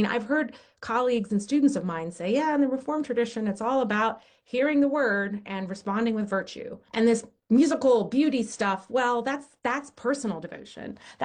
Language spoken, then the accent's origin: English; Frederick, Maryland, United States; I'm from Frederick, Maryland, which is close to where she started her Catholic schools.